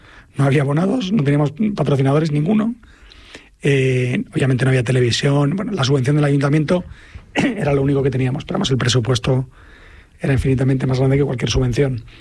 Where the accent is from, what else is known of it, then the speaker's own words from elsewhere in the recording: Madrid, Community of Madrid, Spain; Yo soy de Madrid, pero mi padre era de Badajoz.